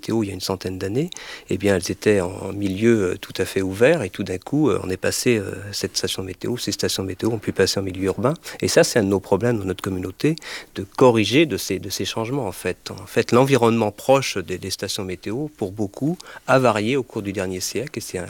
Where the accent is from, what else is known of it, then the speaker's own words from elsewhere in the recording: Brittany, France; moi aussi je suis breton, donc peut-être on dit à tort que la Bretagne est un très joli pays